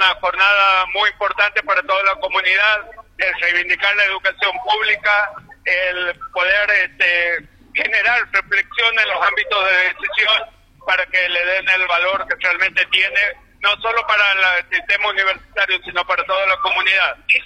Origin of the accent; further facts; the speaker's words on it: Argentina; podamos avanzar siempre como argentinos